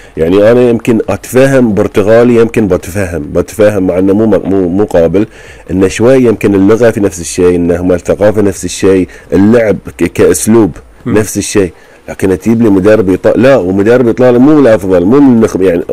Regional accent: Bahrain

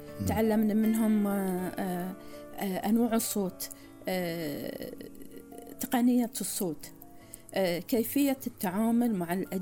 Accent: Muharraq, Muharraq Governorate, Bahrain; أنا من مواليد محرق، يعني نشأت فيها ودرست فيها

